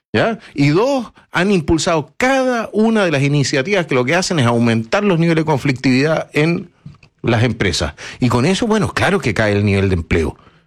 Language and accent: Spanish; Chile; Somos todos chilenos.